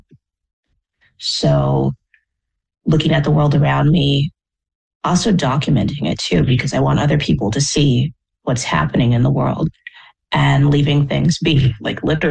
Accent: Omaha, Nebraska, United States; So I'm from Omaha, Nebraska.

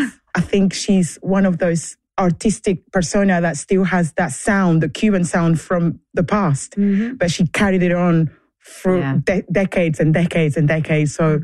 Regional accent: Buenos Aires, Argentina; Well, my story is a little bit different. I grew up in Argentina, in Buenos Aires. I'm Congolese.

